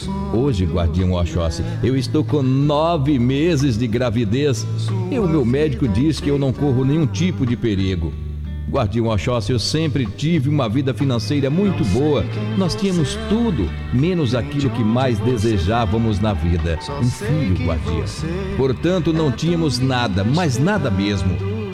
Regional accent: Sátiro Dias, Bahia, Brazil; sou de Sátiro Dias, na Bahia.

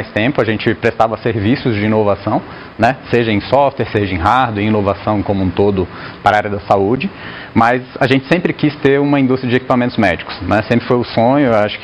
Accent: Brasília, Federal District, Brazil; eu sou engenheiro eletricista de formação, eu formei na UNB, eu sou de Brasília.

